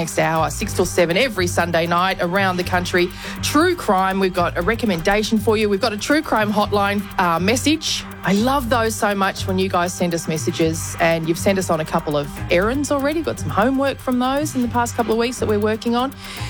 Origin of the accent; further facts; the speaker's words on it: Queensland, Australia; You know, I grew up in Queensland, so